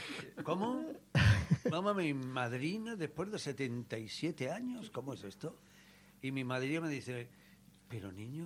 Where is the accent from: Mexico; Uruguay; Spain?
Spain; Ponferrada, Castile and León; born there; estuvieron un año construyendo aquello y en ese año nací yo allí, en Ponferrada.